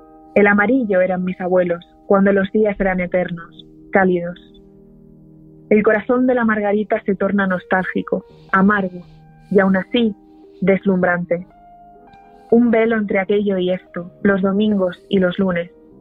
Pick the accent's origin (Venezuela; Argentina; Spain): Spain; Albacete, Castilla-La Mancha; moved away as an adult; No vivo allí desde los 18 años y claro, ya voy a hacer el mes que viene 32.